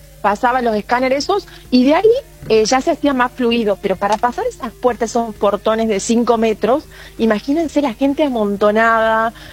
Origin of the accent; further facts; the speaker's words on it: Argentina; Yo, como muy argentina, me fui.